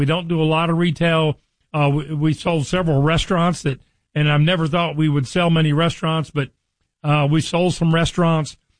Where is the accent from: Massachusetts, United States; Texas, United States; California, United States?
Texas, United States; Richardson; you know, I grew up here in North Texas. I grew up in Richardson.